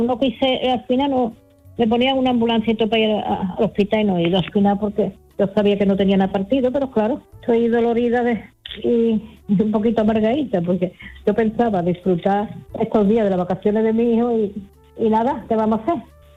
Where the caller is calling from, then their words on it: Seville, Andalusia, Spain; de Sevilla.